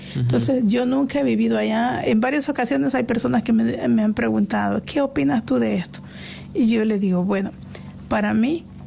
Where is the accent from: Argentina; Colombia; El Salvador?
El Salvador; Si todos somos salvadoreños, los que venimos a ejercer el deber del voto, respetemos